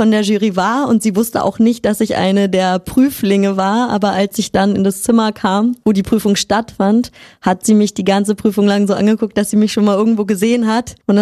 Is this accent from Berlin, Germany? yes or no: yes; Berlin, Germany; moved away; also born or lived in Riga / Cannes; Okay, also ich komme aus Berlin.